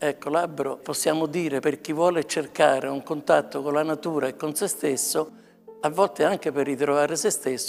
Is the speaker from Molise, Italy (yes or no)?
no; Rome, Lazio, Italy; moved away; io vengo da Roma, sono romano